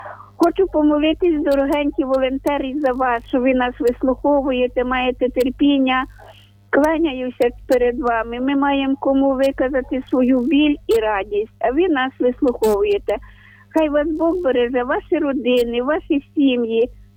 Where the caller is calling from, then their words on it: Vinnytsia Oblast, Ukraine; Я з Вінниччини